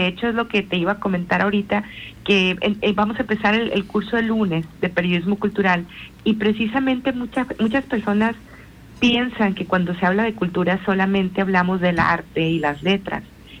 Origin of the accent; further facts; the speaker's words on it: Ciudad Obregón, Sonora, Mexico; moved away as an adult; now in Houston, United States; yo soy de Ciudad Obregón, Sonora, pero tengo viviendo en Texas desde el 2019.